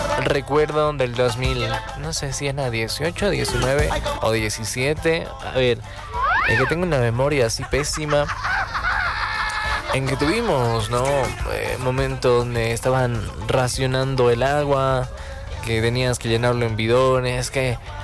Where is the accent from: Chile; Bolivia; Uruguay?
Bolivia